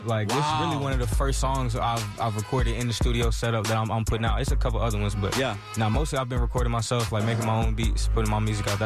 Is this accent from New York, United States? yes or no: no; Atlanta, Georgia, United States; I'm from Swats, ATL. That's where I'm where they from.